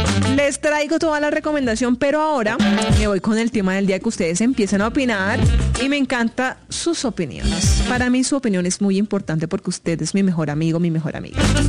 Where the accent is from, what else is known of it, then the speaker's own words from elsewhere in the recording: Caribbean coast, Colombia; born there; yo soy una mujer costera, nací en la costa norte de Colombia, soy costeña.